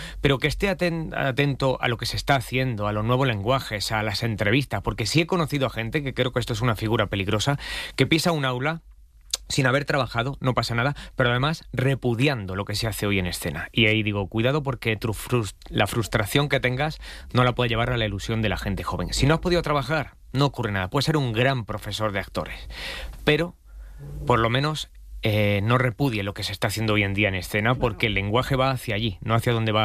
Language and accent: Spanish; Granada, Andalusia, Spain; Yo soy granadino, claro.